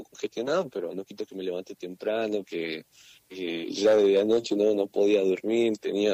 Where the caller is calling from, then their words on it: Perico, Jujuy, Argentina; desde acá del Ring City, hermoso del país de Perico